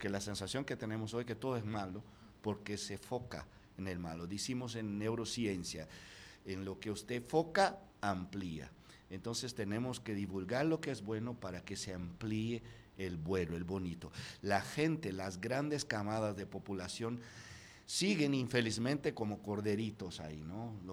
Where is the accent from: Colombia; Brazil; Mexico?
Brazil; soy el maestro brasileño que más dirigido fuera de Brasil en la historia